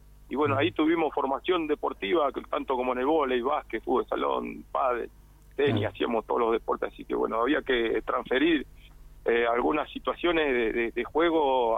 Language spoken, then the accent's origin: Spanish; Cañadón Seco, Santa Cruz, Argentina